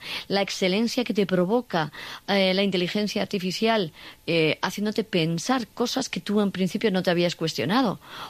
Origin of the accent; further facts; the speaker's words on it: Cuenca, Castilla-La Mancha, Spain; now in Madrid, Spain; cuando vine yo aquí a estudiar, ¿no?, a Madrid, yo soy de Cuenca